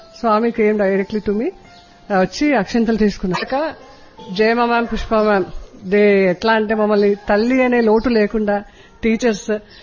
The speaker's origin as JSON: {"language": "Telugu", "town": "Hyderabad", "region": "Telangana", "country": "India", "said": "నేను హైదరాబాద్ నుండి వచ్చాను."}